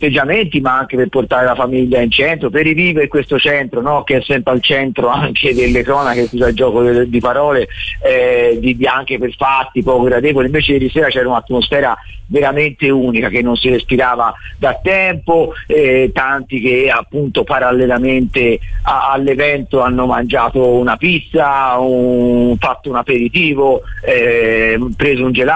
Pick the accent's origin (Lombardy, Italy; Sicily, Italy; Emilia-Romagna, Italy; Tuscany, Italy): Tuscany, Italy; Florence; sono da fiorentino